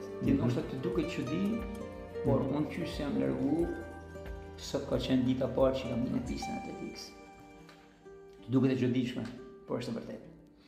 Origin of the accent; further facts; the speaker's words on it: Shkodër, Shkodër County, Albania; ne si Shkodran, e dinti se nuk kemi mu largu nga Shkodra